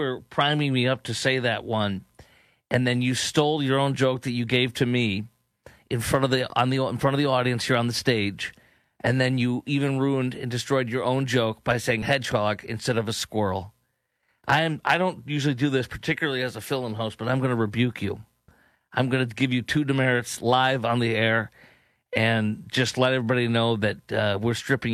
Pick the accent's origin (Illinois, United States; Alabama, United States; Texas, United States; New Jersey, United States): Illinois, United States; Chicago; I am actually an authentic Polack from Chicago.